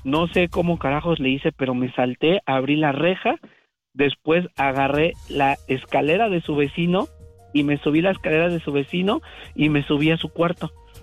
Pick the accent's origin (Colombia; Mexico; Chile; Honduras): Mexico; Cuauhtémoc, Mexico City; Ah, justamente yo soy de la Alcaldía Cuauhtémoc